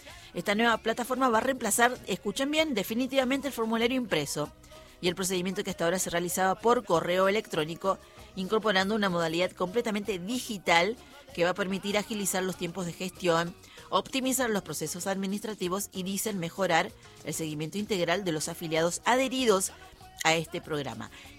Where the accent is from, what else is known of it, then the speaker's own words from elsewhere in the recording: Argentina; Somos los argentinos los que recibimos al Papa León.